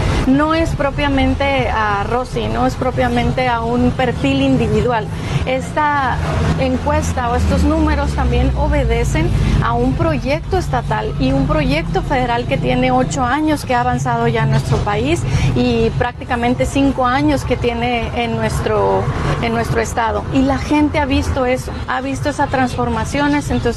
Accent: Mexico; somos seres humanos, somos mexicanos

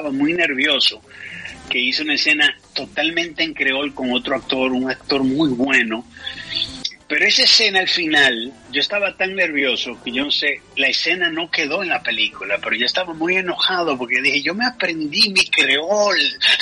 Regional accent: Dominican Republic; República Dominicana, mi tierra

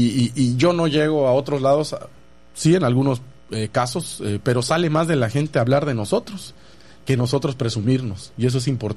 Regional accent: Ciudad del Carmen, Campeche, Mexico; also born or lived in Mexico City; Yo estudié en la Ciudad de México y cuando me presentaba y decía, vengo de Campeche, ¿y de dónde? De Ciudad del Carmen

